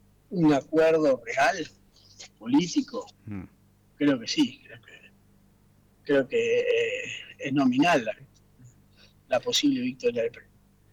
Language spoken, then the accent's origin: Spanish; Argentina; como los argentinos pensemos.